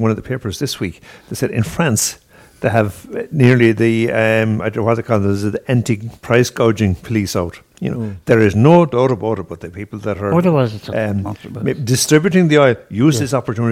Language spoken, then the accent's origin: English; Portumna, County Galway, Ireland; My hometown, yeah.